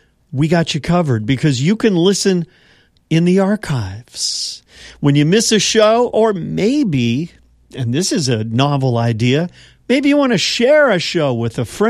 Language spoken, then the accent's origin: English; Los Angeles, California, United States; moved away; Where I grew up in the Los Angeles area, there's a suburb known as Monrovia.